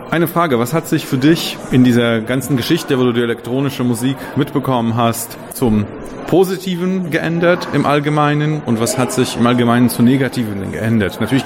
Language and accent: German; Frankfurt, Hesse, Germany; ich muss sagen, ich bin ja auch Frankfurter und für mich ist es wie so eine große Stadt